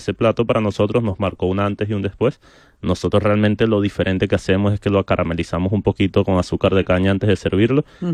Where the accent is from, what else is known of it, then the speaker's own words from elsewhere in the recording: Venezuela; moved away; soy de Venezuela, emigrante.